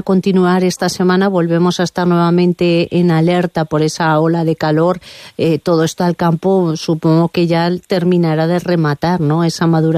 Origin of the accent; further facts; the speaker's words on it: Ágreda, Castile and León, Spain; en mi pueblo, yo soy de Ágreda